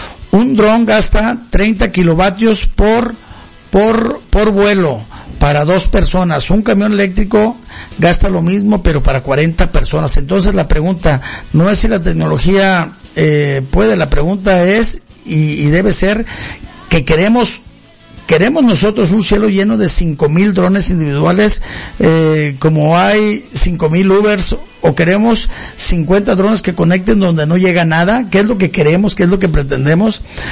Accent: Mexico; Y usted se preguntará, ¿y México? Y nosotros como mexicanos, ¿cuál es nuestra expectativa en este segmento, en este sector?

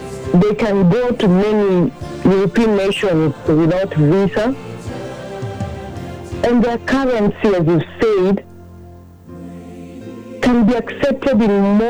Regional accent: Kenya; It is very true, Victor, that we as Kenya, I as a Kenyan, I have failed.

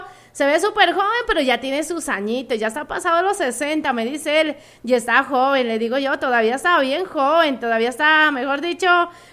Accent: Pasto, Nariño, Colombia; Si acá somos pastusos.

